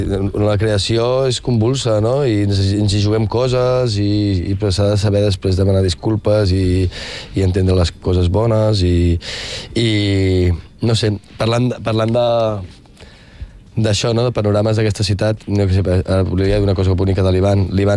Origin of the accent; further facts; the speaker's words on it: Rupià, Catalonia, Spain; moved away; Costat de Rupià, del meu poble